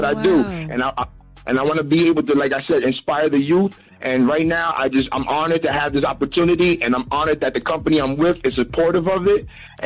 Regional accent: New York City, New York, United States; Nah, I'm from New York City. I'm from Harlem.

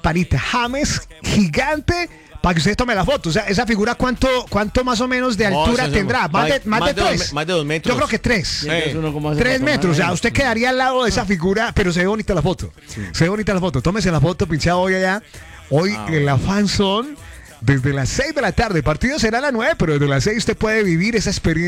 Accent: Antioquia, Colombia; Bueno, ya las últimas que nos quedan, porque como buen paisa todo le dan para lo último.

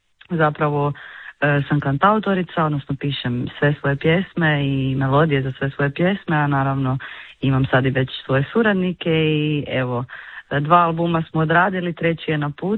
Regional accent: Đurđevac, Koprivnica-Križevci County, Croatia; now in Zagreb, Croatia; dolazim inače originalno iz Đurđevca, odnosno sa sjevera, to je Podravina, ali sam dugi niz godina, nećemo reći koliko, već u Zagrebu.

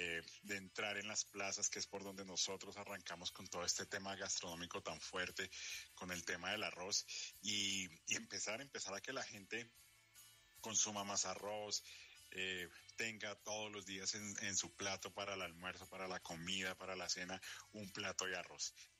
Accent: Colombia; lo que nosotros buscamos como país colombiano

